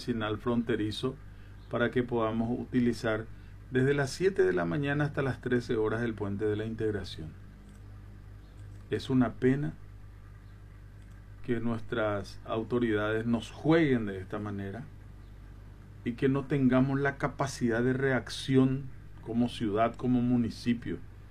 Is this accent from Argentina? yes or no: no; Presidente Franco, Alto Paraná, Paraguay; Expreso mi indignación como ciudadano paraguayo, franqueño